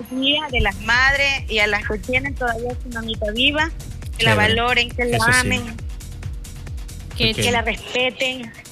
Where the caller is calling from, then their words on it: Ecuador; De la Vía Empalme.